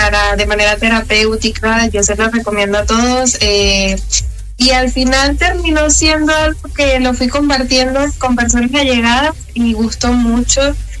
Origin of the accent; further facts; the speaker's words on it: Barcelona, Anzoátegui, Venezuela; now in Puerto de la Cruz, Spain; soy oriunda de Barcelona. Ahorita estoy viviendo en Puerto de la Cruz, pero oriunda de toda la vida de Barcelona.